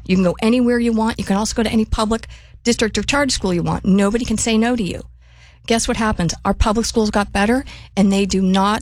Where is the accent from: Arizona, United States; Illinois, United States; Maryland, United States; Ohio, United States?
Arizona, United States; born there; moved away as an adult; now in Washington, United States; I moved here from Arizona. I'm kind of bucking the trend of moving into Washington.